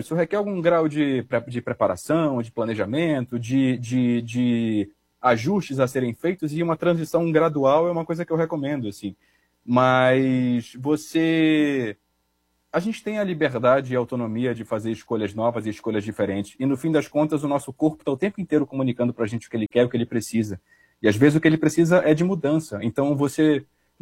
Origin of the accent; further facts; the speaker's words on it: Amazon, Brazil; Sem contar num filme feito na Amazônia, que é da minha terra, e para mim é muito especial esse momento também.